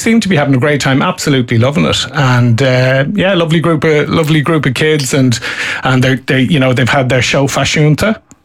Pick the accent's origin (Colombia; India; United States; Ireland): Ireland